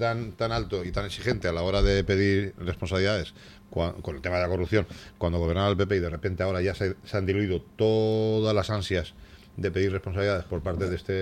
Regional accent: Spain; no sé si soy derecha o de izquierda, lo que sí que soy es español.

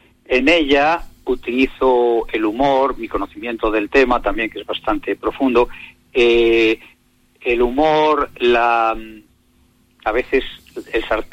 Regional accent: Fuente el Sol, Castile and León, Spain; also born or lived in United States; now in Medina del Campo, Spain; soy un inmigrante en Medina porque yo vengo de un pueblo muy pequeño cerca de Medina, de Fuente del Sol.

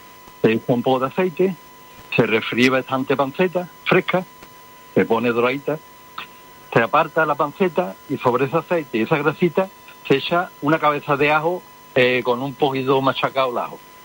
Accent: Morón de la Frontera, Andalusia, Spain; yo soy paisano de Naranjo, soy de Morón de la Frontera

